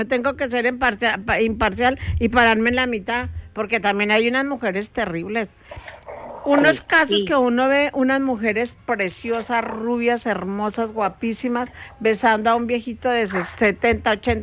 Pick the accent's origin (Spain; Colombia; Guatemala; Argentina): Colombia; now in Ecuador; Aunque los colombianos a mí me quieren mucho, pero hoy me siento más ecuatoriana tal vez. Y no estoy traicionando a mi patria